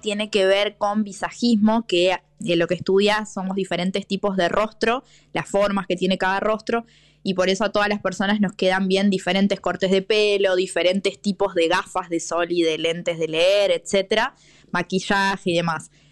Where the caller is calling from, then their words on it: Paraná, Entre Ríos, Argentina; de Paraná